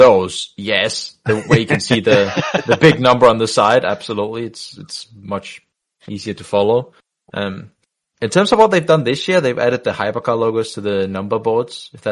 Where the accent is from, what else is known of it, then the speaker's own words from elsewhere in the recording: Denmark; I'm from Denmark as well. I live in Denmark, which is like winter, 8 months of the year.